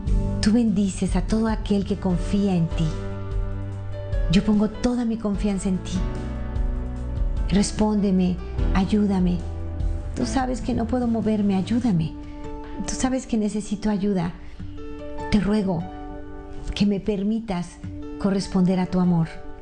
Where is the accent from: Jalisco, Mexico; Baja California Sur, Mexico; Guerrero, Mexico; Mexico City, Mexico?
Baja California Sur, Mexico; La Paz; born there; Hace poquito estuve en un lugar de playa muy bonito, La Paz, Baja California, donde yo nací. Saludo a todos los paseños.